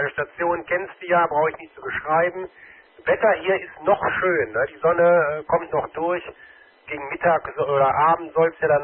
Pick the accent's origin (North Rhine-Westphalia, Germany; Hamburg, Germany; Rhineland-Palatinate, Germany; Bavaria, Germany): North Rhine-Westphalia, Germany; Meerbusch; ich komme ja gebürtig aus Meerbusch, ne, habe ich glaube ich schon mal erzählt, ne, ja, aus Meerbusch Lang, aus dem Ortsteil Lang.